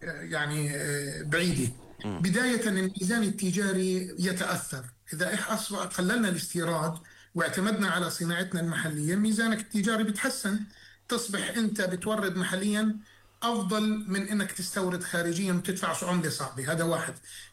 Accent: Jordan; احنا اولى في بلدنا الأردن

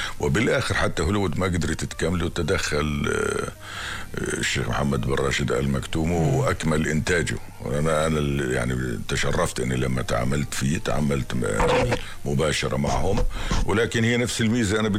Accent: Jordan

